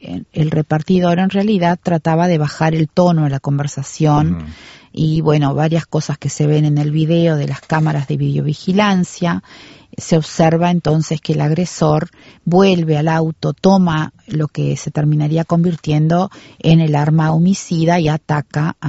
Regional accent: Uruguay

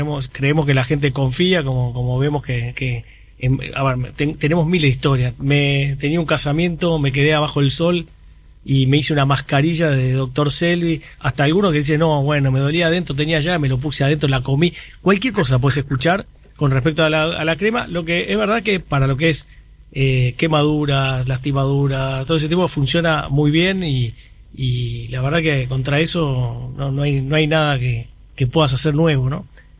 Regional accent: Argentina; moved away as an adult; now in Uruguay; pero estoy viviendo hace 10 años y ya soy rioplatense.

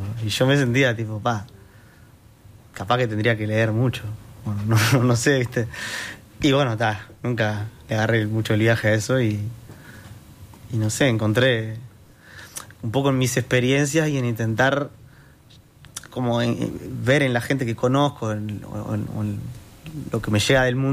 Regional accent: Tacuarembó, Uruguay; moved away; No soy el campo, soy de Tacuarembó ciudad.

